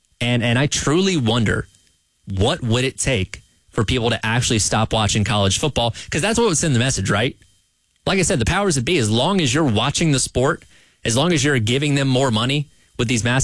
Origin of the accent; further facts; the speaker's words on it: Atlanta, Georgia, United States; Like I grew up in Georgia, so I'm a Rays fan and a Falcons fan. And I chose those teams because they are representing my state, representing my city of Atlanta